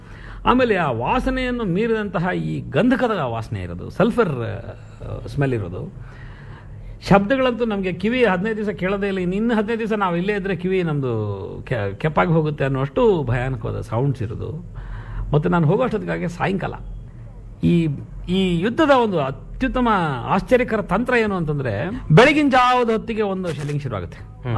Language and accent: Kannada; South India, India; ನಾನು ಬೆಂಗಳೂರಿಂದ ಬಂದಿದ್ದೀನಿ, I M A south Indian